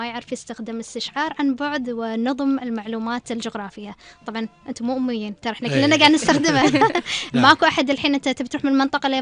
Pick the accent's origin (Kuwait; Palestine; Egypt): Kuwait